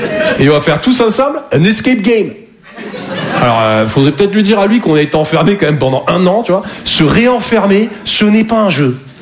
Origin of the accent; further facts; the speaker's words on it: Toulouse, Occitanie, France; now in Paris, France; Ben, je me présente … je viens de Toulouse à la base. Et je sais pas vous, mais moi je me perds beaucoup dans Paris.